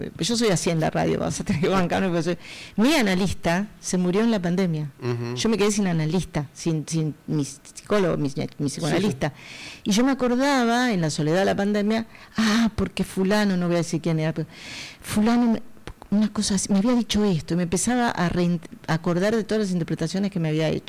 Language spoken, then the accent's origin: Spanish; Uruguay; te lo digo como uruguaya.